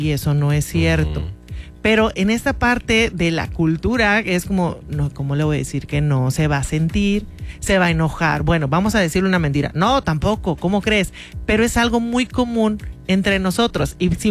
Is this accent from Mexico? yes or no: yes; Mexico; como mexicanos no sabemos poner límites.